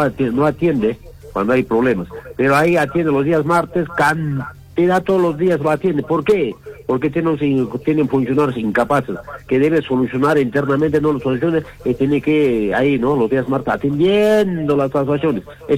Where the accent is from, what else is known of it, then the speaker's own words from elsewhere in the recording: Arequipa, Peru; born there; como soy de Conta, Arequipeño